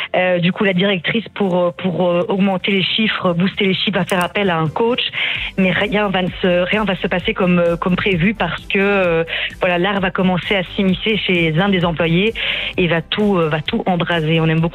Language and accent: French; Beauvechain, Wallonia, Belgium; nous on vient de Beauvechain